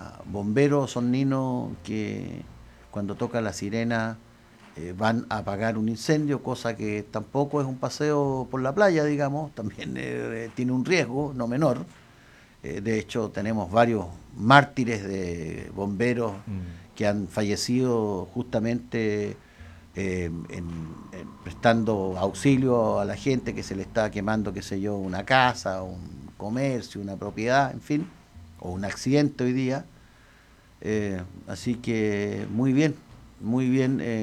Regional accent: Osorno, Los Lagos, Chile; Para nosotros como osorninos

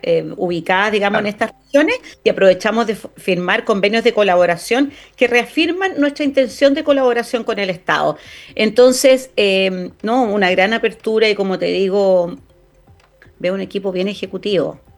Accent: Chile; nosotros como chilenos

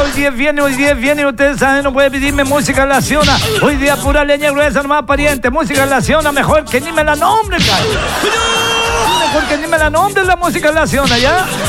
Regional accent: Chile; somos pocos los chilenos que vamos quedando por parientes. Somos pocos los que vamos quedando con el hablamiento original, gallo, con el de verdad

